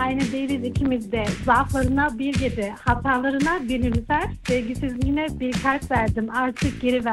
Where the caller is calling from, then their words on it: Frankfurt, Hesse, Germany; Frankfurt'tan arıyorum.